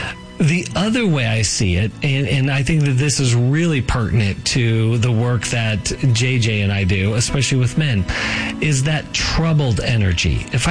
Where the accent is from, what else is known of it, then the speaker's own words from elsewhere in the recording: Colorado, United States; So I grew up in Colorado, and I'm just going to tell you briefly a day in Colorado, spring.